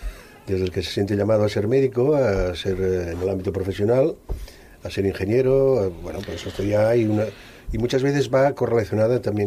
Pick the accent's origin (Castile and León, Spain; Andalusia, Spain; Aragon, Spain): Aragon, Spain; Digamos que soy maño.